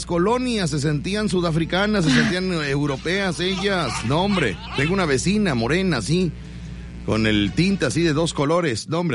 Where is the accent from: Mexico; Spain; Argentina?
Mexico; Me mentaron la Mauser mucho, pero no saben que yo soy mexicano. Yo mexicano, aguanta las mentadas de Mauser